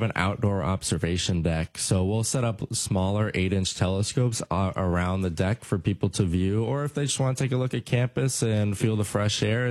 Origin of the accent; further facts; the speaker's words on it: Bolingbrook, Illinois, United States; I'm from Bolingbrook, Illinois, so in the southwest suburbs of Chicago.